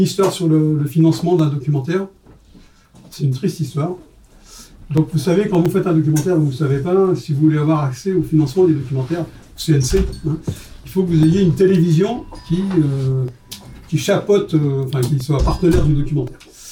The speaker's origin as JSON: {"language": "French", "town": "Lyon", "region": "Auvergne-Rhône-Alpes", "country": "France", "said": "On n'est pas parisien, on est lyonnais. Pourquoi des Lyonnais vont faire un documentaire sur quelqu'un qui est parisien"}